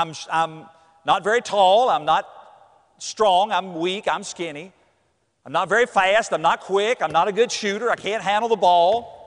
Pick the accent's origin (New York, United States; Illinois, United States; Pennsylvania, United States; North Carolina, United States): North Carolina, United States; I grew up in North Carolina. Basketball's big in North Carolina.